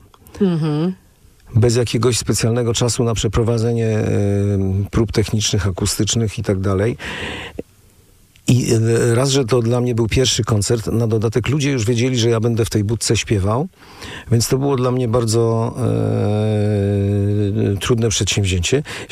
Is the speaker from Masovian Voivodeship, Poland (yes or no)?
yes; Warsaw, Masovian Voivodeship, Poland; also born or lived in Łódź; bo ja studiowałem w Łodzi, ale jestem warszawiakiem i wróciłem do swojego rodzinnego miasta po studiach.